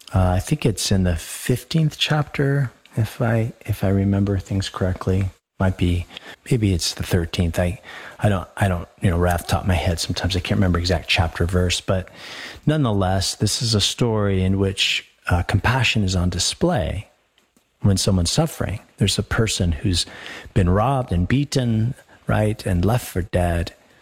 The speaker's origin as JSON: {"language": "English", "region": "Colorado", "country": "United States", "tie": "born or raised there"}